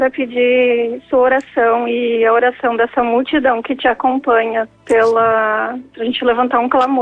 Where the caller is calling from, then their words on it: Foz do Iguaçu, Paraná, Brazil; Eu falo de Iguaçu, no Paraná.